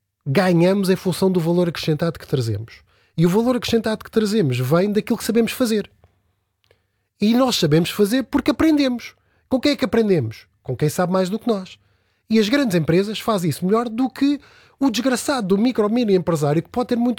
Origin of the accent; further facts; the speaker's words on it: Canada; now in Portugal; Eu cresci no Canadá, fui imigrante, sou filho do motorista e da senhora da limpeza.